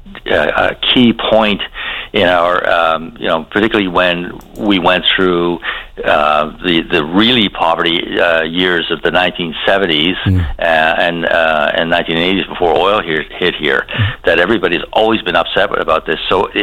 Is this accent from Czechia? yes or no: no; Carbonear, Newfoundland and Labrador, Canada; You know, growing up in Carbonear, you know, when I became aware of understanding a little bit about economics, and the topic of Churchill Falls ever came up.